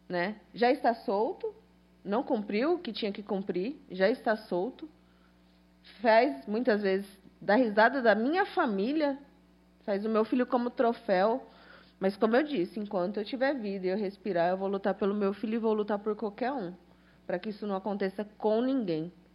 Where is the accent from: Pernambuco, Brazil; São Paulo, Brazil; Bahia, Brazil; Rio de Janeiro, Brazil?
São Paulo, Brazil; São Bernardo do Campo; moved away; Eu saí de São Bernardo do Campo para ter uma vida melhor.